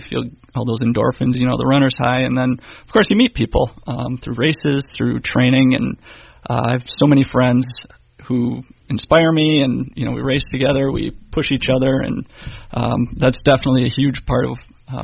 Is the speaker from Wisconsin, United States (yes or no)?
yes; Ashwaubenon, Wisconsin, United States; moved away as an adult; also born or lived in Madison, Wisconsin / Milwaukee area, Wisconsin; now in Fox Valley, Wisconsin, United States; I'm a Wisconsinite, born and raised in Ashwaubenon. Went to school in Madison, lived there for a while, lived in the Milwaukee area for a while, and came here in, like I said, 2012.